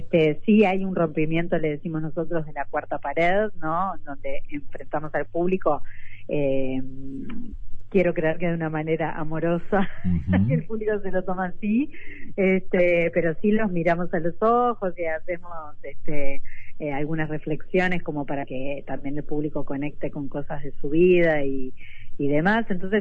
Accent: Uruguay; soy una actriz uruguaya

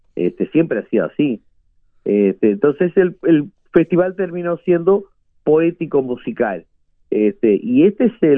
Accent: Tacuarembó, Uruguay; born there; yo nací en Tacuarembó y se hablaba misturado, o sea, mi familia no acostumbraba a hablar el portuñol

